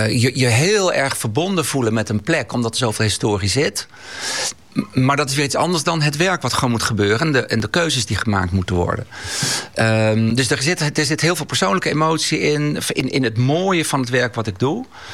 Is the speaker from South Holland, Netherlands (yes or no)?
no; Sneek, Friesland, Netherlands; also born or lived in Workum; now in Leeuwarden, Netherlands; Ik kom natuurlijk oorspronkelijk uit Sneek. Geboren in Workum, opgegroeid in Sneek.